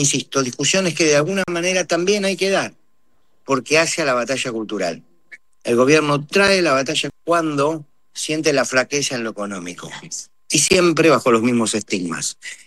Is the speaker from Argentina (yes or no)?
yes; Argentina